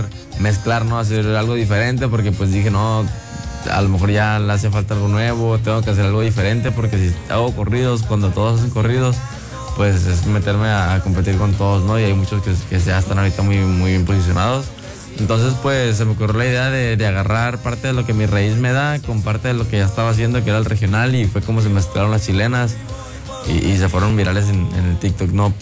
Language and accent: Spanish; Oaxaca, Mexico; born there; Este género es tradicional de mi pueblo, bueno, de Oaxaca, ¿no? De la costa oaxaqueña, también costa de Acapulco.